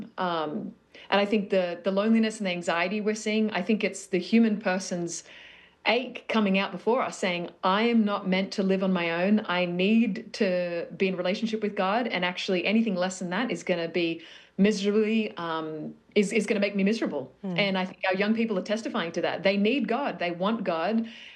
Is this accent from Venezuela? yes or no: no; Australia; You know, as an Australian, I was involved in everything, but it was rugby sevens that caught my heart in the end.